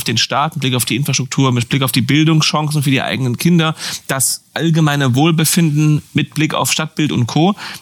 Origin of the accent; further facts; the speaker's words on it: Berlin, Germany; Als Berliner. Ich kann es verstehen.